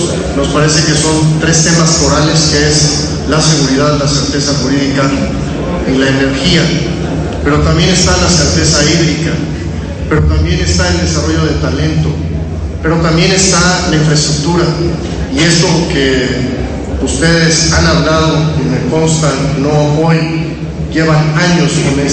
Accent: Veracruz, Mexico; Yo soy veracruzano, soy del sur del país

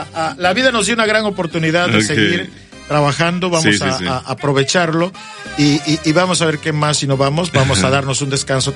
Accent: Mexico; Por eso somos felizmente mexicanos, porque hacemos de la gastronomía algo mágico.

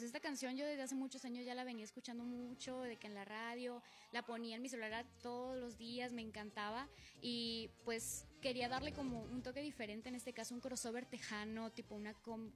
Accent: Apodaca, Nuevo León, Mexico; Soy de aquí de Monterrey, ahí de Apodaca.

